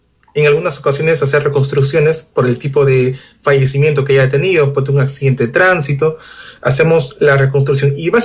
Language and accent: Spanish; Peru; soy tanatopraxólogo y soy de Perú.